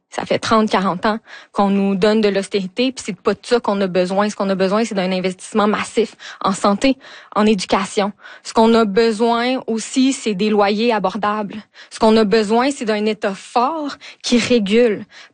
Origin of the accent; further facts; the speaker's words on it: Val-d'Or, Quebec, Canada; moved away as an adult; Oui, ben moi, dans le fond, je suis originaire de Val-d'Or. Je suis née, j'ai grandi là-bas, puis j'ai quitté la région pour les études.